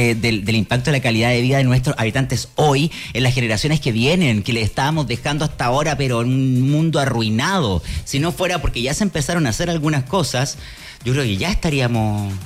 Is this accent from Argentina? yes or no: no; Chile; Siempre somos ansiosos los chilenos